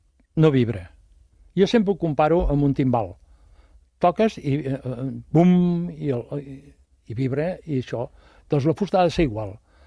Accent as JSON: {"language": "Catalan", "town": "Montcada i Reixac", "region": "Catalonia", "country": "Spain", "tie": "born or raised there", "said": "jo soc de Marrampinyo, sabeu on és? Montcada Reixac, entre Montcada Reixac i la Llagosta hi ha Marrampinyo. Bueno, que tots eren pagesos abans"}